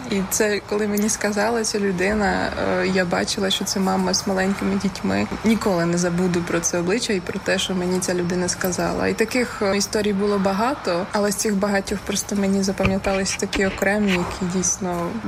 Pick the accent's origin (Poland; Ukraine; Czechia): Czechia; Ukrainian is a second language